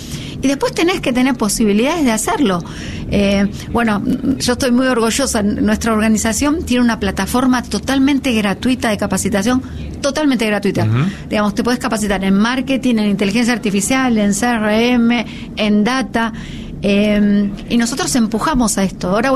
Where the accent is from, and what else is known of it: Argentina